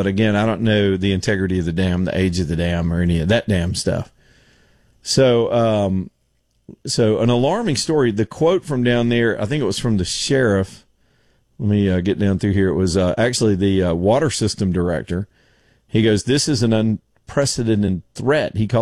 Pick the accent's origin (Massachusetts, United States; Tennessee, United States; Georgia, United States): Georgia, United States; I grew up near the West Point Dam. Over in, really, it's in Georgia, but it's close to the Alabama state line. I sort of grew up on the state line, and so we spent our whole life crisscrossing the dam